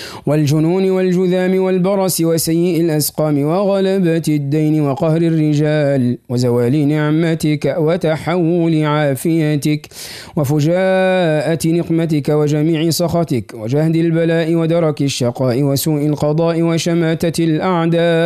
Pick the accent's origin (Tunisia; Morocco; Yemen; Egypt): Tunisia; ربي يحفظ بلادنا تونس